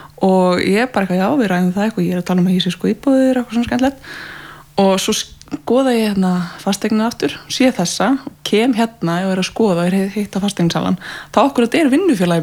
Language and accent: Icelandic; Reykjavík, Capital Region, Iceland; born or raised there